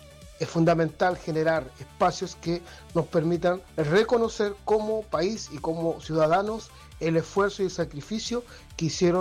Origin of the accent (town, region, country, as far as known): Los Lagos, Los Ríos, Chile